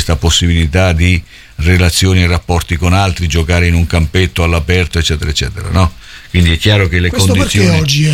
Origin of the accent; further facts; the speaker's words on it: Macerata, Marche, Italy; come io da bambino stavo a Macerata, in un quartiere, insomma, quindi, e effettivamente era come stare in un villaggio